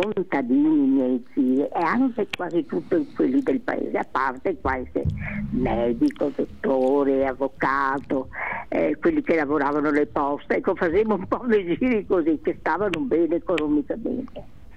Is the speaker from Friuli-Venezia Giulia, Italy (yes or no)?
yes; Trieste, Friuli-Venezia Giulia, Italy; born there; amo anche i nordici perché sono nata a Trieste